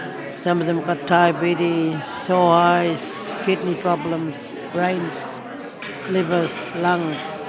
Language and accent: English; Yalata, South Australia, Australia; I came from Yalata.